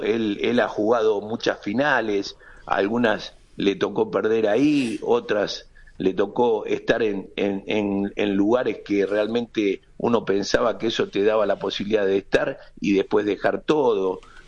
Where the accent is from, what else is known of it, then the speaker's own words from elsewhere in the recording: Argentina; sabiendo que es una persona que nos representa en el mundo, y como argentino uno tiene que estar orgulloso.